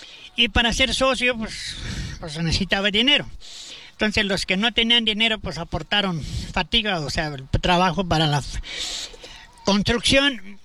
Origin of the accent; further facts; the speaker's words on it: Chihuahua, Mexico; el mexicano, ahorita somos mexicanos, pero el mexicano de aquí, desde antes de los menonitas, es muy trabajador.